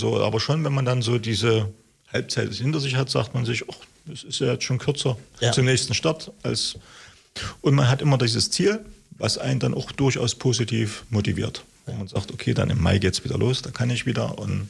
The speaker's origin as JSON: {"language": "German", "country": "Germany"}